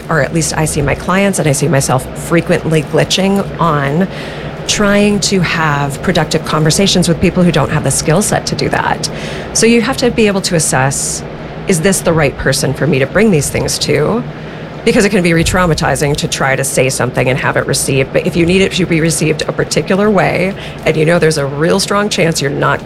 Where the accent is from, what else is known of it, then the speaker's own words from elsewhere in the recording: Minnesota, United States; I grew up in Minnesota, but I am apparently not of Minnesota.